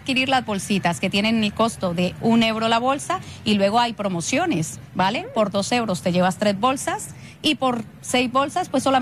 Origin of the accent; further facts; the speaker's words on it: Colombia; Yo soy colombiana.